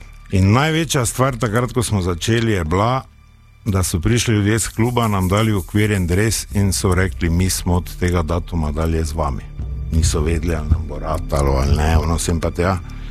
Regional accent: Maribor, Drava, Slovenia; Stanoval sem v Turnerjevi, to je tam koroška gosposvetska, kot vsak pravi Mariborčan, Štajerc.

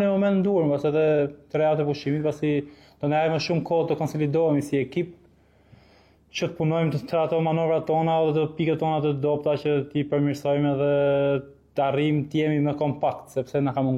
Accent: Elbasan, Elbasan County, Albania; un jam nga Elbasani. Jam lindur dhe rritur dhe kam dalë të Akademia Elbasanit.

